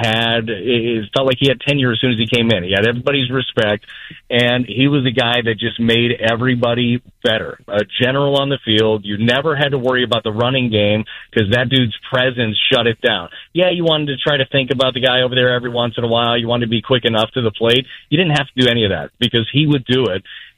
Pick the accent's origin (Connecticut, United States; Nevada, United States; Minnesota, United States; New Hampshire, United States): Nevada, United States; Las Vegas; I was a kid from Vegas, so relatively St. Louis-wise, I knew nothing about St. Louis.